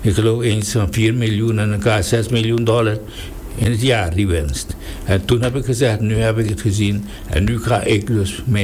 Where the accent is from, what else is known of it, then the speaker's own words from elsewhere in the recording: Suriname; toen wij als Surinamers, de Surinaamse leiding waarmee ik, waar ik het hoofd was